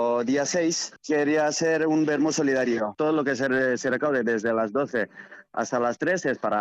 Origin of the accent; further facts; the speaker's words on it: Bagmati, Nepal; Spanish is a second language; moved away as an adult; now in Vitoria, Spain; no soy de las montañas, soy de Patellanura, del sur, Chitwan